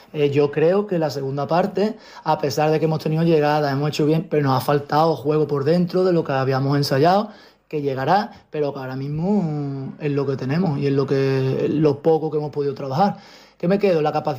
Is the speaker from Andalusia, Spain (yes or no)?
yes; Morón de la Frontera, Andalusia, Spain; yo soy de Morón y esto me coge muy cerca.